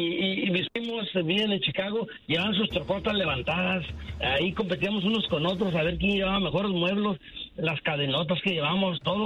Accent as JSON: {"language": "Spanish", "country": "Mexico", "tie": "born or raised there", "moved": "yes", "said": "como ciudadano mexicano que he ido a México y que me ha vivido, yo nací en México, viví en México, mi niñez la viví en México"}